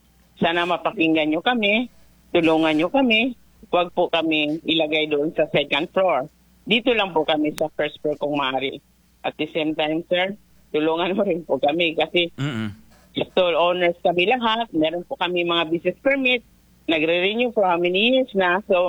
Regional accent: Davao City, Davao Region, Philippines; moved away; also born or lived in Cebu / Manila; Ako taga-Davao po ako

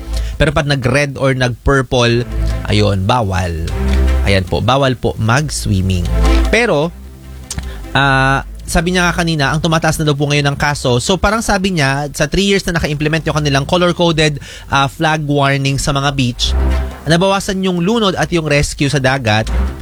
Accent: Bicol Region, Philippines; moved away; nung umuwi ako sa Bicol, sa Catanduanes noong Holy Week, may isang bayan sa amin.

